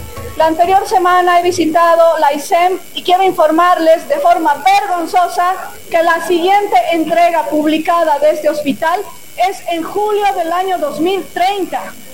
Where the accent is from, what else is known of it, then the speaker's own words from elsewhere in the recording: Bolivia; como boliviana, como médico y como diputada